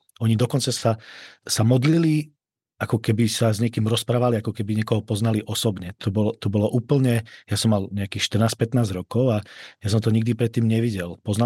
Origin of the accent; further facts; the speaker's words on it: Prešov Region, Slovakia; now in Czech Republic; já vlastně pochádzam z východného Slovenska, od Prešova, tam som žil 25 rokov